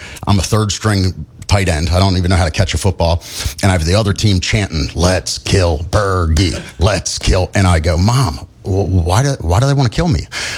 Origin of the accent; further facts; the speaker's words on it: Wilmington, Delaware, United States; So just so you know, I'm from Wilmington, Delaware.